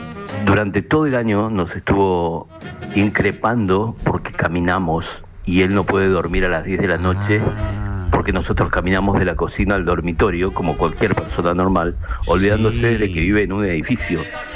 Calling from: Buenos Aires, Argentina; yo soy el que una vez les contó sobre los accidentes de tránsito acá en Buenos Aires.

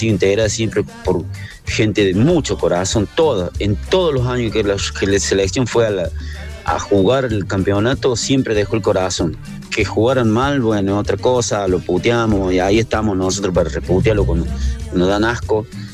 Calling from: Argentina; Todos somos argentinos

